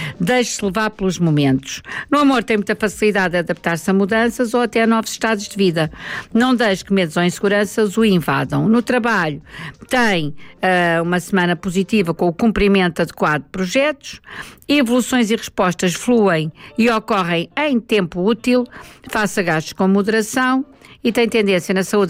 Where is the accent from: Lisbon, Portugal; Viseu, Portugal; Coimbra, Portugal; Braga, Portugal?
Lisbon, Portugal; Amadora; born there; Eu sou da Percalhota, nasci na Percalhota, mesmo a 500 metros do nosso selecionador nacional, Jorge Jesus.